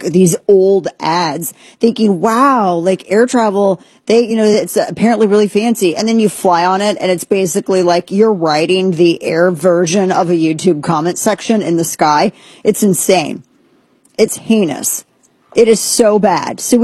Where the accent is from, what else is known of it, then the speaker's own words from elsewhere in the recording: Texas, United States; I'm like, I am also from Texas.